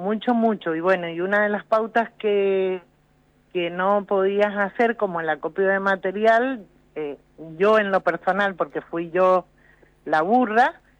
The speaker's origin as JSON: {"language": "Spanish", "town": "Rivadavia", "region": "Mendoza", "country": "Argentina", "said": "Muchas idas al banco hipotecario, nosotros somos del este, de Rivadavia."}